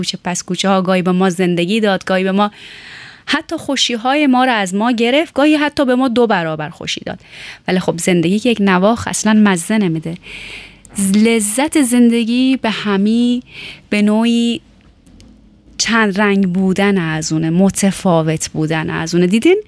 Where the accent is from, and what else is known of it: Tehran, Tehran Province, Iran; born or raised there